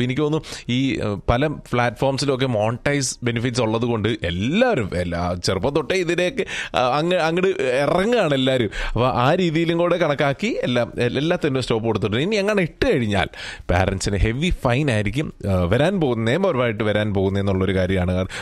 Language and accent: Malayalam; Chengannur, Kerala, India